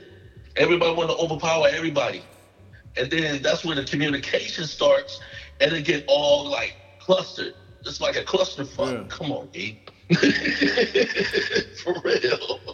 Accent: Bronx, New York, United States; Uptown, baby. Real Bronx. I'm from Uptown now, B.

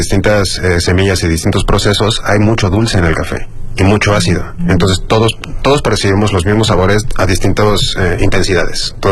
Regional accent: Mexico; como mexicanos nosotros somos productores de café.

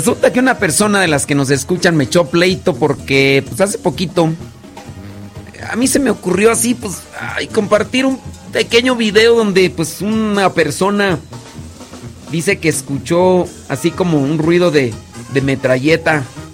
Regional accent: Guanajuato, Mexico; yo soy de Guanajuato, donde la vida no vale nada.

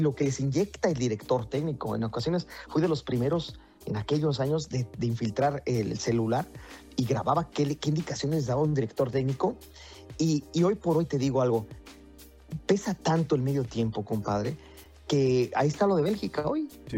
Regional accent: Mexico; Yo te digo, sí, sí, como mexicano prefería a los de Inglaterra a Congo

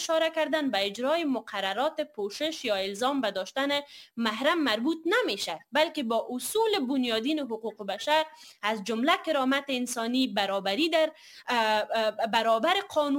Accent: Afghanistan; ما من حیث کسایی که از افغانستان هستیم

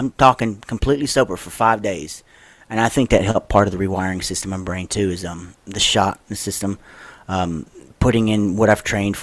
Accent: Louisiana, United States; When I grew up in here in South, down here in Louisiana, where I'm from, I grew up in trailers all my life.

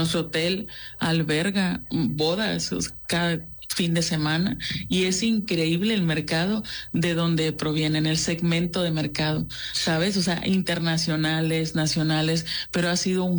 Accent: Puerto Vallarta, Jalisco, Mexico; moved away as an adult; now in Mérida, Mexico; vengo de Puerto Vallarta, nativa de Puerto Vallarta, y afortunadamente he tenido la oportunidad de convivir con varios estados.

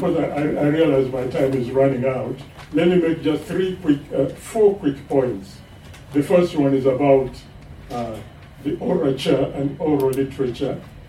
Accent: Uganda; moved away; also born or lived in Nairobi, Kenya; when I eventually left Nairobi and got back to my home country, Uganda

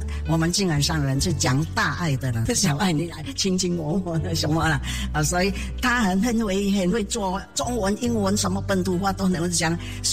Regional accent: Philippines; 我是菲律宾的华侨，我现在哦，我们那边有这个灾难哦

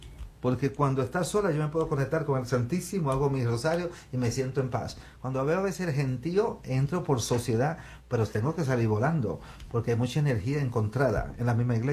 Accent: Santo Domingo, Dominican Republic; born there; also born or lived in Aruba / Sint Maarten / Netherlands / Spain; nací en Santo Domingo, viví en Aruba, viví en la isla San Martín, viví en Holanda, viví en España, estaba chico en Australia

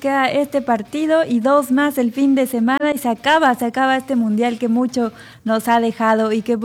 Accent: Mexico; como todo mexicano no le hemos atinado

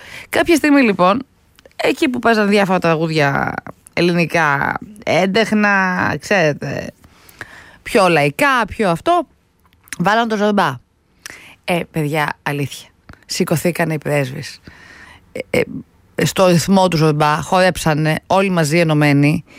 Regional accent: Peloponnese, Greece; στο χωριό μου την Πελοπόννησο, στο το ζωμπά

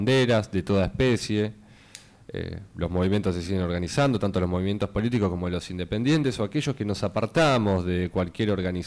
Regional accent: Argentina

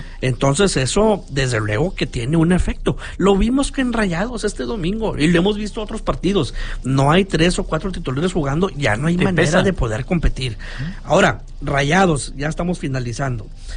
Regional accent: Monterrey, Nuevo León, Mexico; aquí como regios

